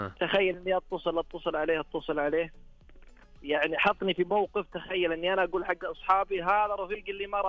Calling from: Al-Ahsa, Eastern Province, Saudi Arabia; أكلمك المنطقة الشرقية محافظة الأحساء

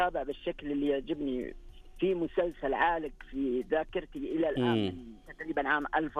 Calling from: southern Saudi Arabia, Saudi Arabia; في الجنوب.

